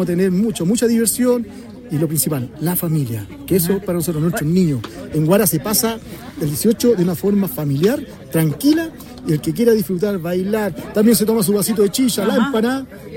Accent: Chile

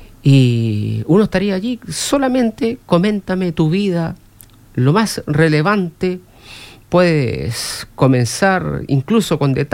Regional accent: Chile; Yo siendo chileno, a mí no me gusta cómo hablan aquí en Chile porque no pronuncian la D, no pronuncian la S

